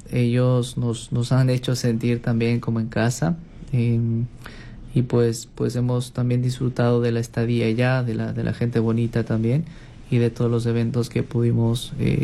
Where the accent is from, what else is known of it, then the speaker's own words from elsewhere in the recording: Ambato, Tungurahua, Ecuador; yo vengo de Ecuador, específicamente de Ambato, la ciudad en donde ha nacido el compositor del himno nacional del Ecuador. Y pues la tierra de las flores, las frutas y el pan.